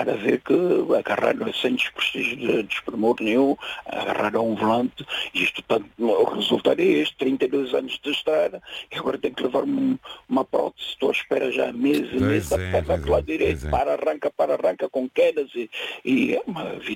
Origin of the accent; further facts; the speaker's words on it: São Tomé & Príncipe; moved away; also born or lived in Mozambique; Eu sou originário de São Tomé.